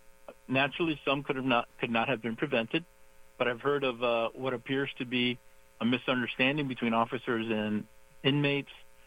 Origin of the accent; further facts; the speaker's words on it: Miami, Florida, United States; also born or lived in Cuba; now in Racine County, United States; I was born in Cuba, came to America as a small child after my mother fled communism in search of freedom and a better future for our family. We settled in Miami's Little Havana, where I grew up